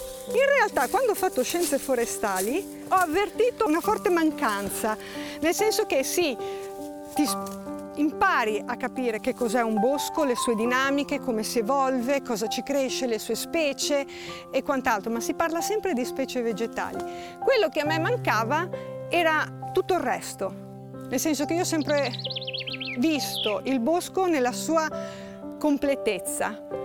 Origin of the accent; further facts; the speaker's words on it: Nigeria; also born or lived in Egypt / England; Cioè, i miei genitori sono di Casola Valsegno e mio padre lavorava all'estero, lavorava in Africa, quindi io sono nata e dopo 40 giorni la mia mamma mi ha portato in Africa e io sono cresciuta lì e abbiamo fatto la Nigeria, abbiamo fatto l'Egitto